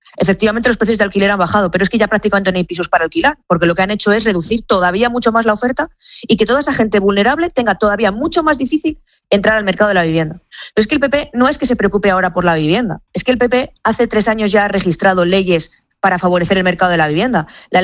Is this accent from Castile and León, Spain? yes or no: yes; León, Castile and León, Spain; Yo soy de León